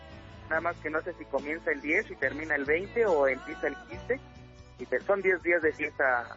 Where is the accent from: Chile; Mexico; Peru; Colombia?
Mexico; Mexico City; Pues soy nativo de aquí.